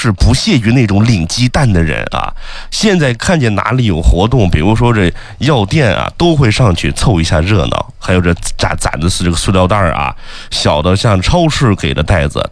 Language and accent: Chinese; China; 到了一定的年纪，我们中国人的血脉就开始觉醒了吗？